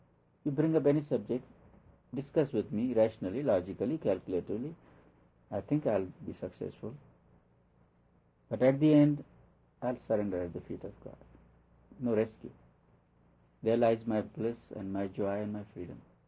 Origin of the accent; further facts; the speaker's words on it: India; now in United States; Not because I'm Indian. I think I'm as good an Indian as I'm good American. I think so. 50-50 at least.